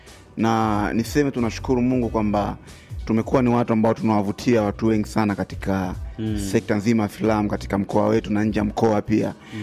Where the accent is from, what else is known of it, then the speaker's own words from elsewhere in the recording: Mara, Tanzania; also born or lived in Rukwa; Kuzaliwa kwangu mimi nimezaliwa Rukwa. Yeah, nimezaliwa Rukwa lakini makuzi yangu kabisa na tuseme najitambua nimekulia mkoa wa Mara ndio imekuwa home